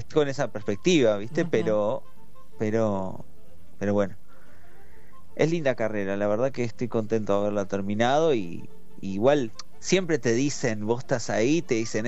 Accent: Necochea, Buenos Aires Province, Argentina; moved away; yo soy crecí en Necochea

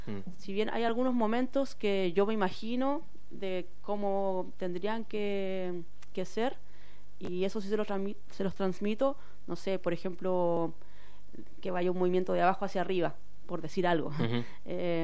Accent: Chile; yo vengo de Chile. Chile es un país que tiene muchos terremotos, muchos temblores todo el tiempo

